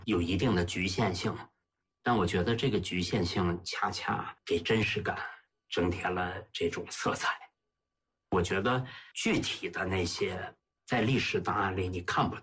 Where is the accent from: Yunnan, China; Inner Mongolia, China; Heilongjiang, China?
Heilongjiang, China; 因为我本身是黑龙江人嘛，小时候文目多，我对那块土地特别熟悉嘛。